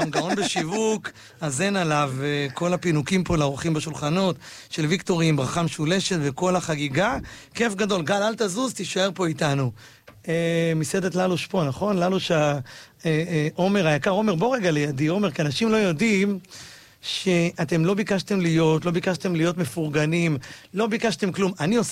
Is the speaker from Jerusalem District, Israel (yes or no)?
no; Bat Yam, Tel Aviv District, Israel; גם אני גדלתי בבת ים.